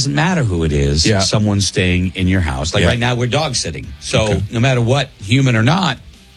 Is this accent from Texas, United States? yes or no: no; Connecticut, United States; I grew up in Connecticut, the good part of Connecticut, and it was New England all the way.